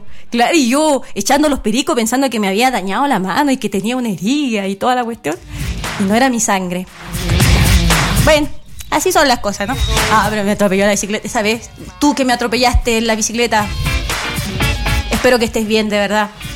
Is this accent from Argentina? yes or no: no; Chile; así la realidad de los que somos estudiantes chilenos cuando estamos en proceso de sacar nuestra profesión